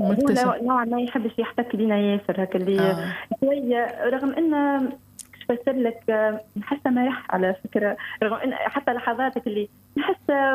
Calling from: Tunisia

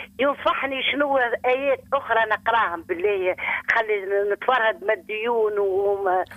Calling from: Tunisia; من القصري.

